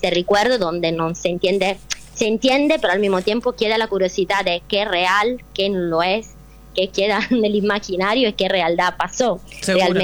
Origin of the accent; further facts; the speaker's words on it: Calabria, Italy; Spanish is a second language; moved away as an adult; now in Argentina; Soy calabresa, sí. Hace muchos años que no vivo más en Calabria, desde los 18 años, pero quedó siempre en mi corazón igualmente la Calabria, en el sentido que siento estas raíces calabresa y la tradición también que me abraza